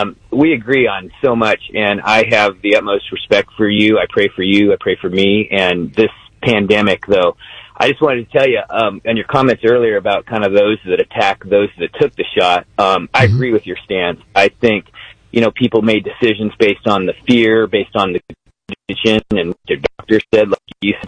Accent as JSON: {"language": "English", "town": "Eugene", "region": "Oregon", "country": "United States", "said": "I came from Oregon during the pandemic, Eugene, Oregon"}